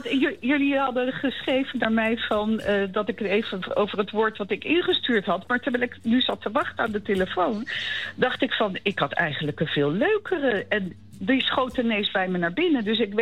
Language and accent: Dutch; The Hague, South Holland, Netherlands; Maar als je er opgegroeid bent, dan denk ik dat je als echte Hagenees, want ik ben daar echt geboren en getogen, toch wel plat Haags kunt praten, ja.